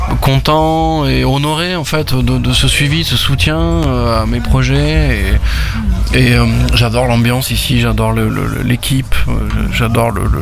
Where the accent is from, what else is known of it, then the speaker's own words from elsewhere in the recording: Occitanie, France; born there; Moi, je viens je suis né dans le Lot